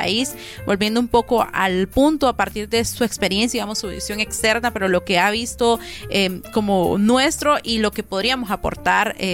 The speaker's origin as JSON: {"language": "Spanish", "country": "Honduras", "said": "nosotros como hondureños"}